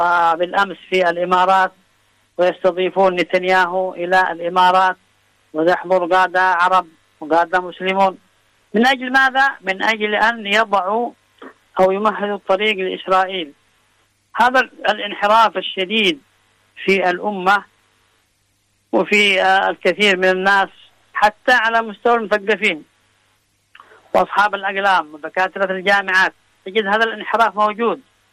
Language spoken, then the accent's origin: Arabic; Yemen; عندنا في الساحل الغربي وفي محافظة تعز